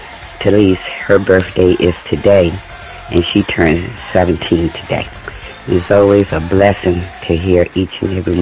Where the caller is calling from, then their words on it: Richmond, Virginia, United States; I'm calling from Richmond, Virginia